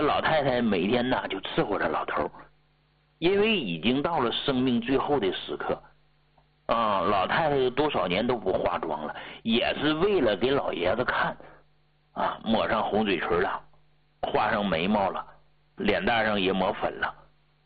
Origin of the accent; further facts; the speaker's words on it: Hegang, Heilongjiang, China; now in Beijing, China; 你像我老家鹤岗那房子